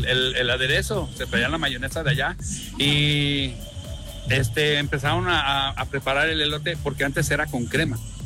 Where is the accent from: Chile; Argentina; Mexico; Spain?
Mexico; Aguascalientes; Somos orgullosamente de Aguascalientes, te digo, desde mi bisabuelo, ellos vivían allí